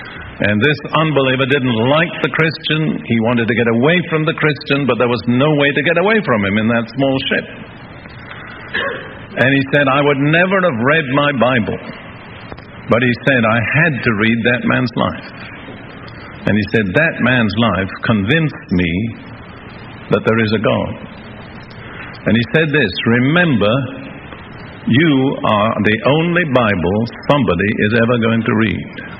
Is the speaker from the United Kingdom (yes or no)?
yes; United Kingdom; I'm British